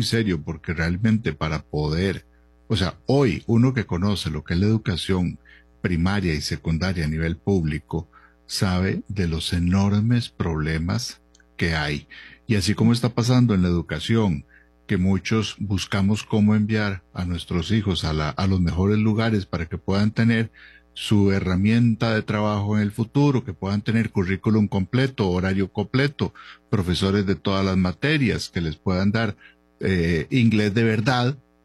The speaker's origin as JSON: {"language": "Spanish", "country": "Costa Rica"}